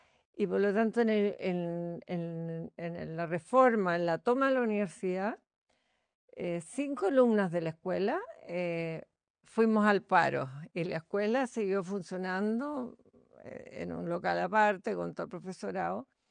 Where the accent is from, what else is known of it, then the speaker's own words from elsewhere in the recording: Valparaíso, Chile; born there; moved away as an adult; now in Santiago, Chile; yo vengo de la Quinta Región. Yo nazco ahí de una familia. Habíamos 7 hermanos y yo me había casado, me había venido a vivir a Santiago el año 71.